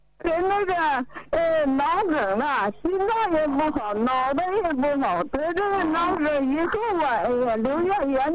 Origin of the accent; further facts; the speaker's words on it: Shenyang, Liaoning, China; 是，我家是沈阳的，